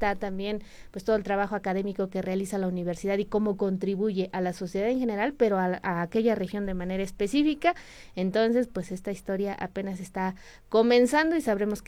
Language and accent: Spanish; Hidalgo, Mexico; pues no somos los hidalguenses, ¿no? Estamos muy cerca de la Ciudad de México y del Estado de México